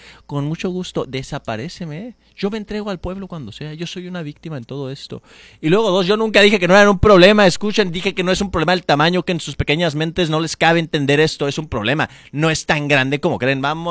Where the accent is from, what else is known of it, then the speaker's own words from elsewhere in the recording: Mexico City, Mexico; Yo vengo de la Ciudad de México y voy en burro siempre, todas las veces.